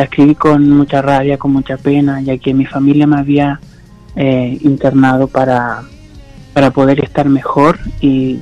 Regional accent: Maullín, Los Lagos, Chile; now in Puerto Varas, Chile; en Maullín, ya que nací y fui criado casi toda mi infancia y adolescencia allá.

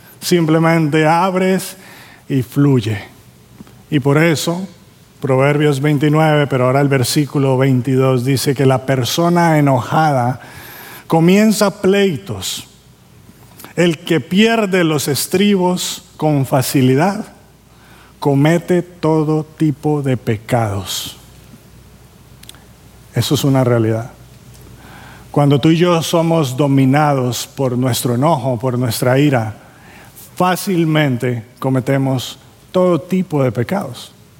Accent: Caribbean coast, Colombia; yo nací en Colombia y yo nací en la costa de Colombia. Y como buenos niños costeños, salíamos a jugar con nuestros amiguitos del barrio, de la calle.

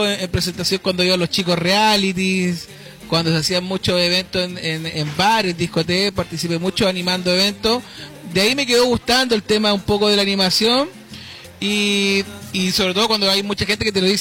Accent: La Ligua, Valparaíso, Chile; moved away as an adult; now in Viña del Mar, Chile; pertenezco a la hermosa, la voy a nombrar porque es muy linda mi ciudad, vengo de la comuna de La Ligua, ya hace varios años ya me radiqué en la ciudad Jardín, por sí, temas laborales

